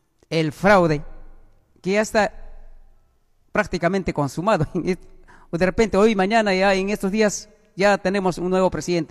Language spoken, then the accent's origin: Spanish; Peru; somos peruanos